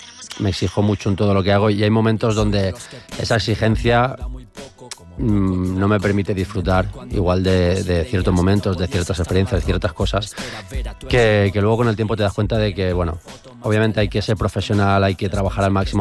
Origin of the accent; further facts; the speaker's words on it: Valencian Community, Spain; Soc valencià, soc valencià. Podem parlar valencià